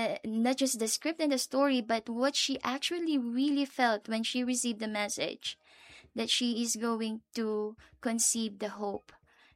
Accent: Philippines; moved away as an adult; now in Zambia; I'm from the Philippines.

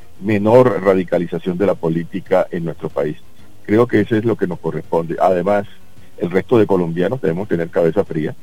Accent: Colombia; Yo creo que Colombia, independientemente de que nosotros somos muy críticos, cuando uno lo ve desde fuera, es un país que cada vez va a mejor.

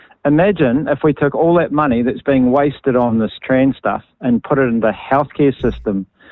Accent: Auckland, New Zealand; I grew up in South Auckland

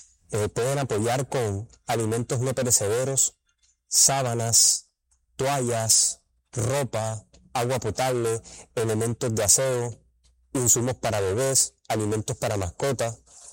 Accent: Colombia; de mostrar nuestra solidaridad como colombianos

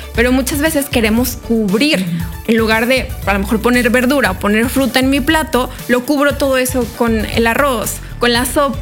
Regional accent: Mexico; como mexicanos tenemos el plato del bien comer

